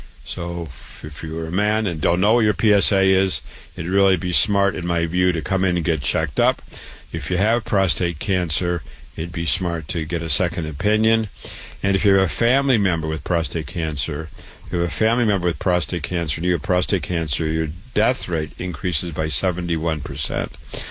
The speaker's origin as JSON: {"language": "English", "town": "Waterloo", "region": "Iowa", "country": "United States", "tie": "born or raised there", "said": "just to introduce myself for a moment, I was born and raised in Waterloo, Iowa. I went to public schools"}